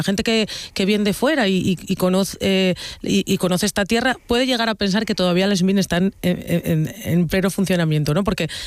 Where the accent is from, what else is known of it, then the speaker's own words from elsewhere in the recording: Asturias, Spain; yo empecé a escribir de Les Cuenques Mineres porque soy de Les Cuenques Mineres, pero y que encima soy de un pueblo en el que nació, soy de un barrio que nació por una mina.